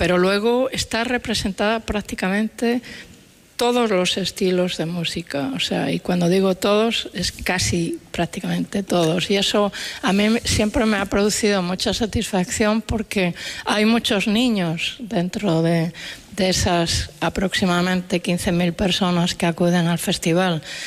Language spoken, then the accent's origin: Spanish; Boimorto, Galicia, Spain; born there; este lugar en el que he nacido y ha nacido toda mi familia, ¿no? La familia de mi padre está a escasísimos kilómetros de donde nacieron la familia de mi madre.